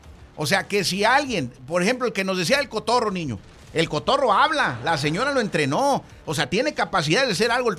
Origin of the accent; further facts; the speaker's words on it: Fresnillo, Zacatecas, Mexico; Soy de Fresnillo, Zacatecas.